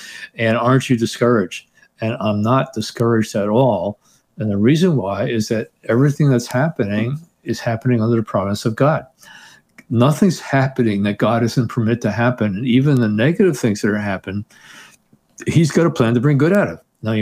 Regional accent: Teaneck, New Jersey, United States; I remember growing up in Teaneck, New Jersey, where had a strong Jewish population, Protestant population, and Catholic population.

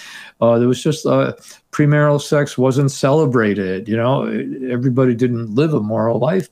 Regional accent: Teaneck, New Jersey, United States; I remember growing up in Teaneck, New Jersey, where had a strong Jewish population, Protestant population, and Catholic population.

